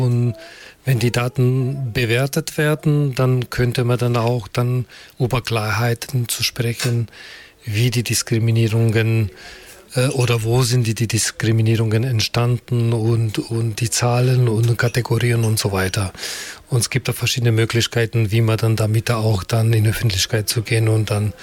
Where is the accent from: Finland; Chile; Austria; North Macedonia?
North Macedonia; now in Germany; Noch in meiner Heimatstadt in Mazedonien, in Ex-Jugoslawien, wir haben dann auch so welche Festivals gemacht.